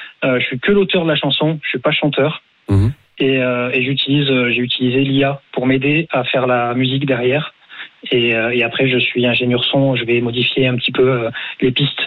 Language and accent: French; Mont-de-Marsan, Nouvelle-Aquitaine, France; moi je suis originaire de Mont-de-Marsan, donc mon papa était pompier volontaire.